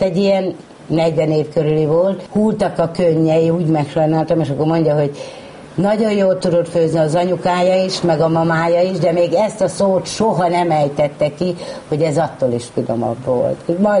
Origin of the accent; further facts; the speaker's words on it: Dunakeszi, Pest, Hungary; Igen, én már kisgyerek, épp hogy csak ott megszülettem, de itt nőttem föl Dunakeszin az egész család.